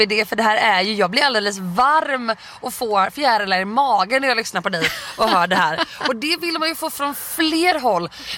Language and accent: Swedish; Blekinge, Sweden; moved away as an adult; now in Skåne, Sweden; när det sen var dags för mig att flytta hemifrån, ja, då kände jag att jag skulle ta mig lite söderut från Blekinge där jag växte upp